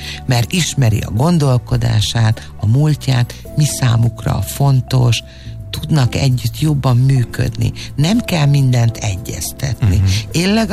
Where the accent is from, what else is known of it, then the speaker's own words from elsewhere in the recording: Great Hungarian Plain, Hungary; én az Alföldről származom